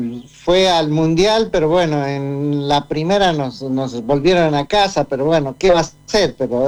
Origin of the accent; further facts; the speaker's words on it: Bolivia; moved away as an adult; now in Argentina; Soy querendón de mi tierra, me gusta siglo XX, me gusta Cochabamba, por ejemplo, Santa Cruz, pero no sé todavía bien. Yo aquí eché raíces, está mi hija